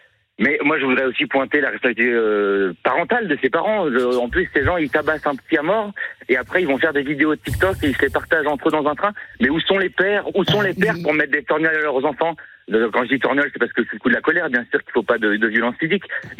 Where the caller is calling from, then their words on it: Marennes, Auvergne-Rhône-Alpes, France; J'appelle de Marraine, dans le Rhône.